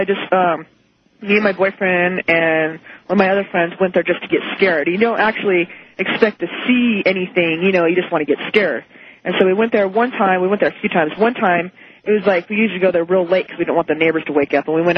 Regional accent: Susanville, California, United States

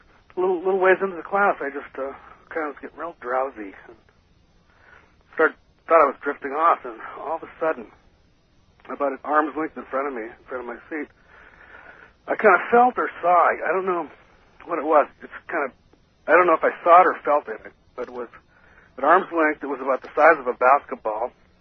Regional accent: Kodiak, Alaska, United States; now in Madison, United States; I'm originally from Kodiak, Alaska.

